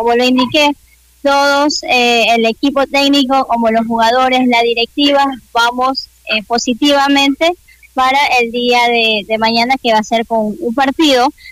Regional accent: Coast, Ecuador; como los costeños que nosotros somos

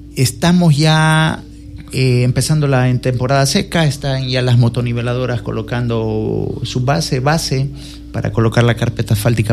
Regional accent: Ecuador; Yo soy de Manguila. Yo soy de ese sector.

